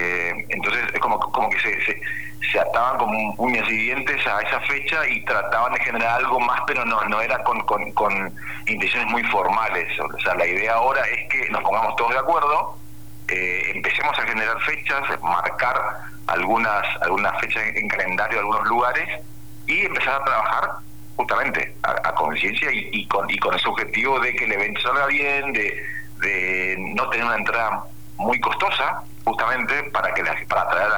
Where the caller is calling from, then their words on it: Posadas, Misiones, Argentina; Somos 4 músicos, somos de Posadas